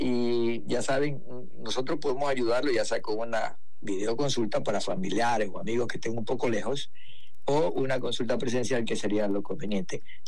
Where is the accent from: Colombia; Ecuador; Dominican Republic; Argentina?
Ecuador; muchas personas que saben que soy de Ecuador y que hoy día Ecuador enfrenta a México